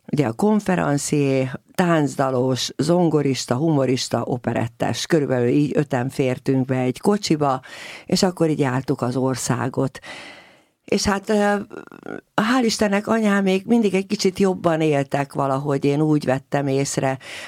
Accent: Budapest, Hungary; annak idején a 18. kerületben nevelkedtem.

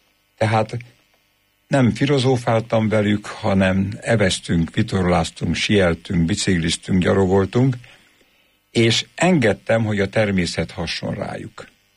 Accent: Pest, Hungary; És akkor utána egy gyönyörű kis faluban nevelkedtem Tápiósújban, ott volt közel az erdő

